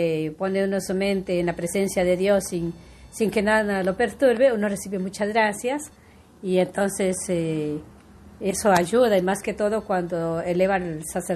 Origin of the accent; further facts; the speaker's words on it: Guatemala; moved away as an adult; now in Argentina; Vengo de Guatemala. Tengo 8 años de estar aquí en la Argentina, prestando mi servicio como pequeña hermana de María, misionera.